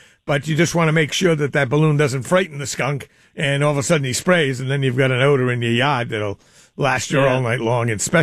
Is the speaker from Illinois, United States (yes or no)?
no; East Providence, Rhode Island, United States; here in my hometown of East Providence, they're building a lot of apartment buildings.